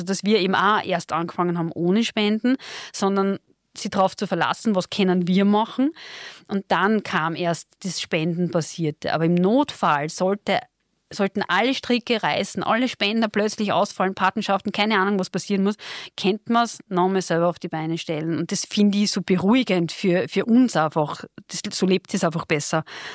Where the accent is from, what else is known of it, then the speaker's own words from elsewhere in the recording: Vienna, Austria; Also ich als Wiener, ein paar junge Leute, das ist total nett